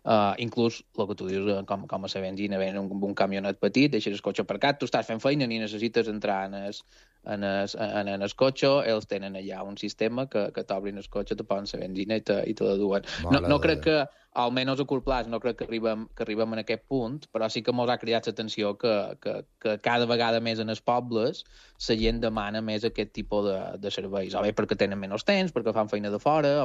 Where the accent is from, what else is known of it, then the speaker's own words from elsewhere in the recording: Campos, Balearic Islands, Spain; nosaltres som de Campos.